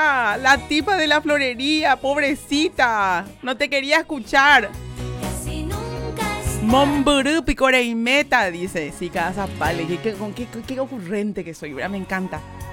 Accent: Caazapá, Paraguay; Bien, yo soy de Cazapá. ¿Ustedes pueden enviar hasta acá?

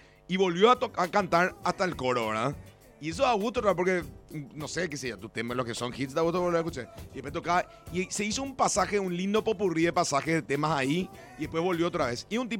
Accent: Paraguay; Somos románticos los paraguayos

